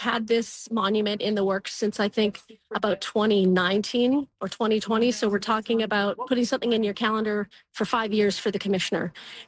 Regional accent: British Columbia, Canada; as a British Columbian

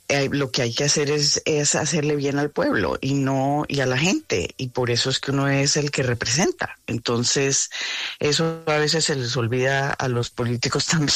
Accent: Colombia; now in South Florida, United States; la primera colombiana

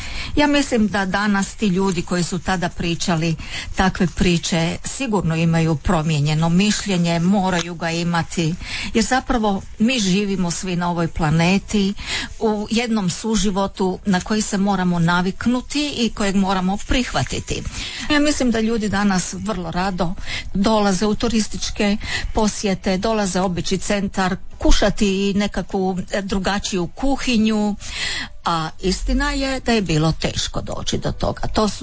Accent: Rijeka, Primorje-Gorski Kotar County, Croatia; Nekako sam u svojoj mladosti, kada sam rođena u Rijeci, odrastala, nisam imala priliku osim u obitelji spoznati vjeru.

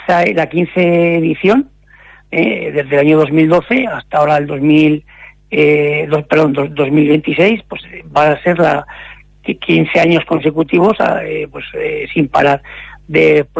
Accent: Gea de Albarracín, Aragon, Spain; mayoría de aquí de GEA, pero también nos acompaña alguno de Zaragoza, alguno de Sástago, pero su mayoría somos todos de GEA.

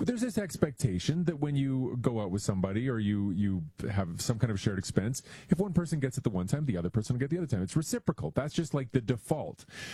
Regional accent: Canada; You know, I love being a Canadian science reporter guy, and you'd think that, like, my wheelhouse would be talking about Canadarm, because that's, like, the quintessential Canadian technology that everyone thinks of.

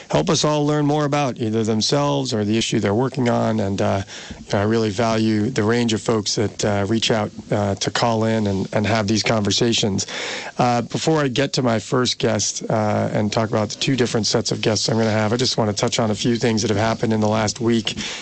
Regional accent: Brookline, Massachusetts, United States; He actually was a representative back where I grew up in Brookline, Massachusetts.

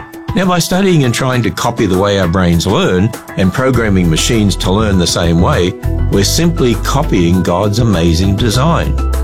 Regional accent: Australia; moved away; an Aussie transplant

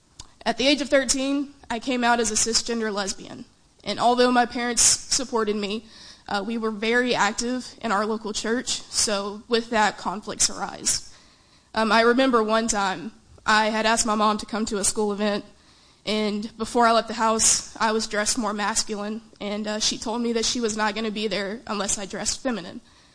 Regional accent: Malvern, Arkansas, United States; also born or lived in Little Rock, Arkansas; I am of Arkansas because my family is of Arkansas. I was born here in Little Rock, but I was raised about 45 minutes south in Malvern, Arkansas.

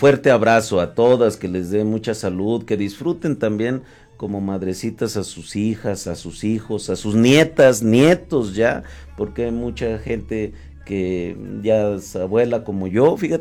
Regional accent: Fresnillo, Zacatecas, Mexico; Yo soy fresnillense, nací, crecí aquí en Fresnillo.

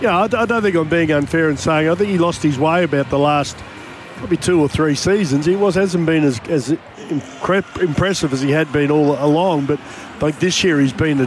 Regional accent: Queensland, Australia; I'd probably prefer he wasn't there, being a Queenslander, but he's a good player.

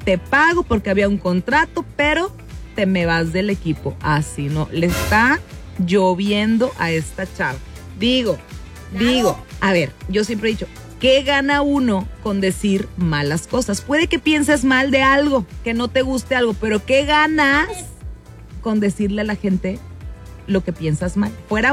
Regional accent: Mexico

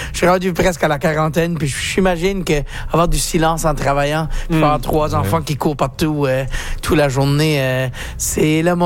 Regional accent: New Brunswick, Canada; Moi, je viens du sud-est du Nouveau-Brunswick.

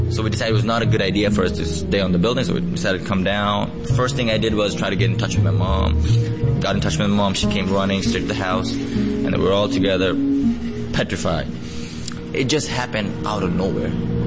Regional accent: Nepal; moved away as an adult; now in Baltimore, United States; I'm from Nepal. I lived there for 18 years. I came here when I was 18.

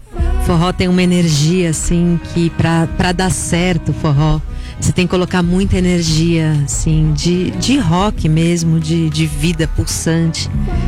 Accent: São Paulo, Brazil; Eu sou de São Paulo, super paulistana.

